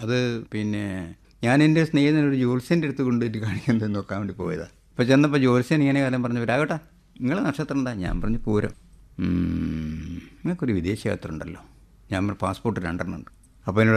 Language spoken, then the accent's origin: Malayalam; Kozhikode, Kerala, India; സാറേ ഞാൻ കോഴിക്കോടുകാരനാണ്